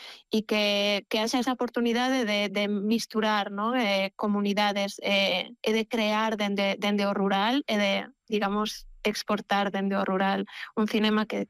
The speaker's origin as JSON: {"language": "Galician", "town": "Mos", "region": "Galicia", "country": "Spain", "tie": "born there", "said": "Eu son galega, nací en Mos, pertiño de Vigo."}